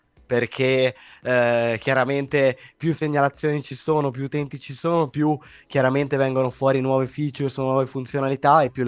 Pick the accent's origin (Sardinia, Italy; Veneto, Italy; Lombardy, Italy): Veneto, Italy; Sono del Padovano, sì.